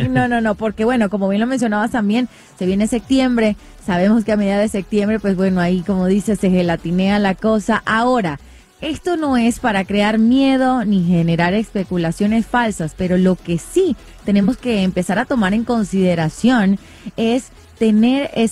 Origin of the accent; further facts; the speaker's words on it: Venezuela; moved away; yo soy de Venezuela